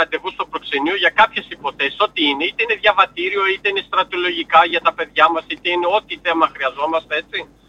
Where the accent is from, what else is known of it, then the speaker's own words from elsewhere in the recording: Munich, Bavaria, Germany; Εγώ μεγάλωσα εδώ, έτσι, είμαι η δεύτερη γενιά, η κόρη μου είναι η τρίτη, τα εγγόνια μου είναι η τέταρτη.